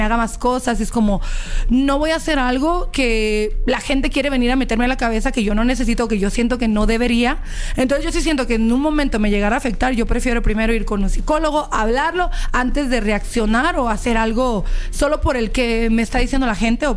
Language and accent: Spanish; Ameca, Jalisco, Mexico; mucha gente de donde yo soy como que prefieren decir que son de Guadalajara, porque luego tú dices a Meca y se quedan como, pues, ¿dónde está Meca?